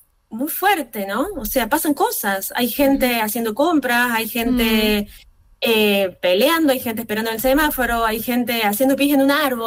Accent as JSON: {"language": "Spanish", "country": "Argentina", "tie": "born or raised there", "said": "Indistinto, estando en Argentina y siendo argentina, no habiendo vivido en otro lugar, y llegar a la BPS."}